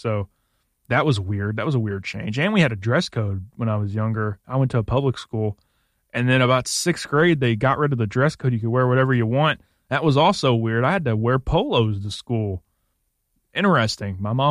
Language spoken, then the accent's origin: English; Tennessee, United States; I'm from Tennessee